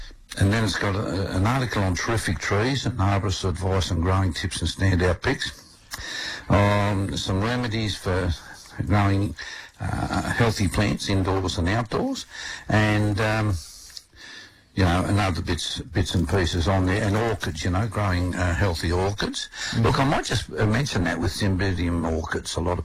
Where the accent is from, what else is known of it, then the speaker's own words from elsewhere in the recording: Orange, New South Wales, Australia; You know, I'm from Orange, mate. You know, we're tough. I know what frosts are all about.